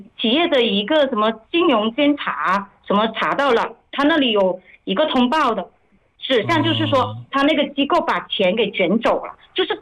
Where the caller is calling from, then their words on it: Zhanjiang, Guangdong, China; 我是湛江这边的